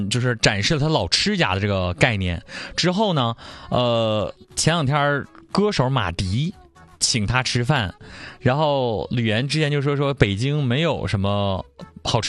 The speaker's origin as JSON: {"language": "Chinese", "region": "Jilin", "country": "China", "tie": "born or raised there", "lives_now": "Changchun, China", "said": "基于我吉林市的长大的这个经验"}